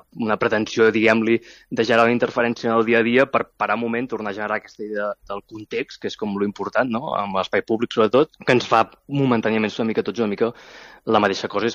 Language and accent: Catalan; Mataró, Catalonia, Spain; jo que sóc de Mataró i hem amat pirotècnia des de ben petit i la pólvora em transporta en un lloc molt maternal i molt nostàlgic i molt bonic